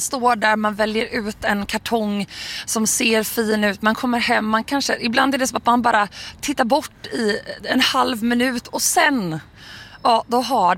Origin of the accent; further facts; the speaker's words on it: Blekinge, Sweden; Jag är ju också från Blekinge, där tar vi sill på stort allvar.